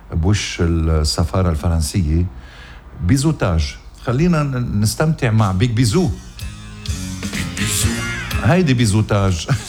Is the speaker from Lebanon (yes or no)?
yes; Lebanon; يا آخ يا بلدي لبنان.